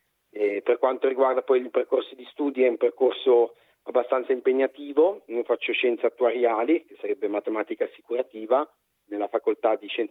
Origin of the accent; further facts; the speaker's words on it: Genoa, Liguria, Italy; moved away as an adult; E io vengo da Genova, quindi sono anch'io studente fuori sede